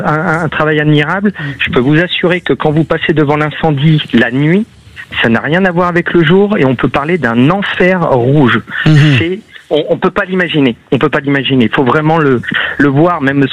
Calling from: Île-de-France, France; Moi, je suis en Île-de-France

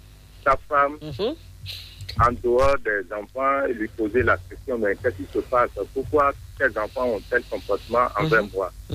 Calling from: Abomey-Calavi, Atlantique, Benin; Je vous appelle d'Abonné Calavi.

